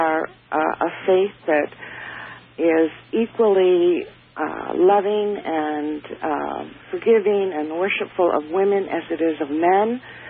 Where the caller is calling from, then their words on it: Illinois, United States; I'm outside Chicago